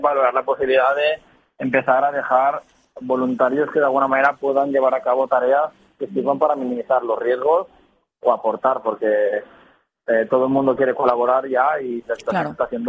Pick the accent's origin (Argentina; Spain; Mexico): Spain; Artana, Valencian Community; now in Benicàssim, Spain; hablo de Artana porque al final pues es mi pueblo